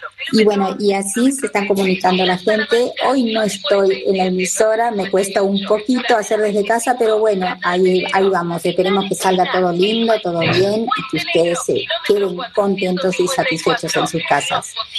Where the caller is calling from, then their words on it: Guernica, Buenos Aires Province, Argentina; de Guernica, de Pagos de Colonia Doria, de Colonia Dora.